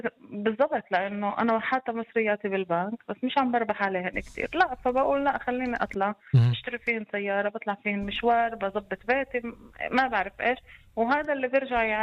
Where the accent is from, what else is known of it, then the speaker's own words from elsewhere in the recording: Israel; عندنا بإسرائيل